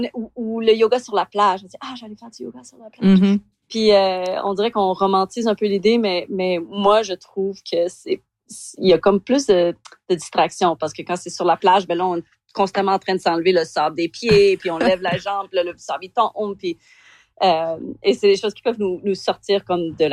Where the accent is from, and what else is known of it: Calgary, Alberta, Canada